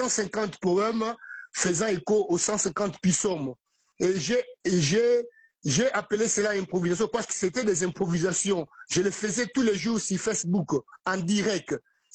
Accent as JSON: {"language": "French", "country": "DR Congo", "also_born_or_lived": "Boma", "lives_now": "Kinshasa, Democratic Republic of the Congo", "said": "en tant que Congolais"}